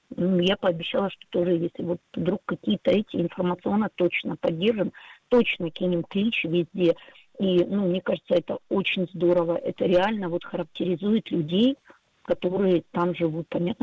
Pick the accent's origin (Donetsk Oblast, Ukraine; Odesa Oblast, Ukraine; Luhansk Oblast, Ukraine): Donetsk Oblast, Ukraine; Donetsk; я вот дончанка